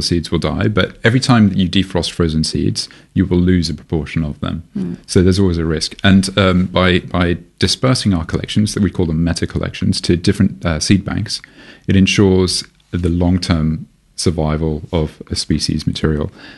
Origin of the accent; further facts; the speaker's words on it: Malaysia; I'm originally from Malaysia. Despite my very Western name, I am mixed race and I grew up there and maintain my research interests and collaborations with locals there